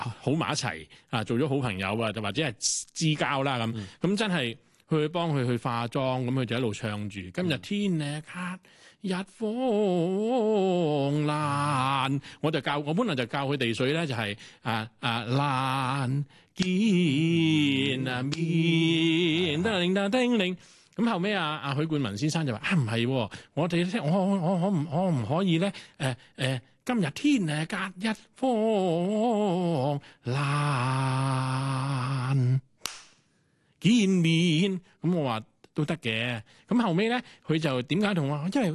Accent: Hong Kong; 我哋香港人

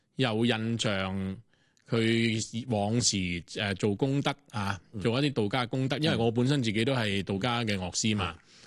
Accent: Hong Kong; 我哋香港人

